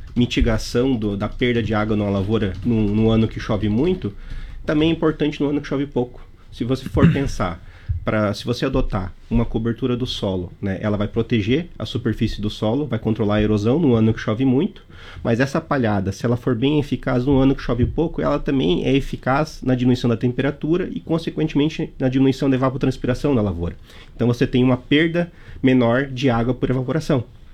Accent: Santa Catarina, Brazil; Eu sou natural do Alto Vale Itajaí, e lá realmente, acho que os anos que tem El Niño é o que nos mais preocupa, por conta das enchentes.

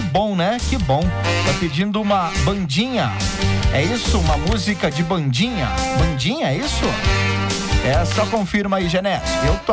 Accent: Brazil; Lá da minha terrinha natal, Canhada Funda.

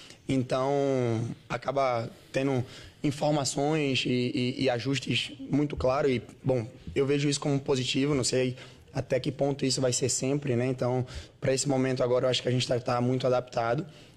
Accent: João Pessoa, Paraíba, Brazil; moved away; sou de João Pessoa

